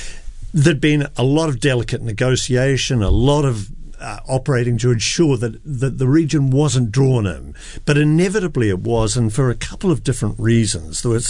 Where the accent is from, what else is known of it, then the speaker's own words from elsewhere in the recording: New Zealand; This is, Paddy, a kind of, as a New Zealander, is yet another story of the New Zealand wars I knew nothing about. I didn't learn about it in school.